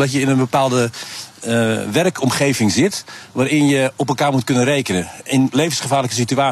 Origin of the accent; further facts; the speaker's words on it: Hoogeveen, Drenthe, Netherlands; ik kom dan zelf uit Hogeveen, dichter uit de buurt.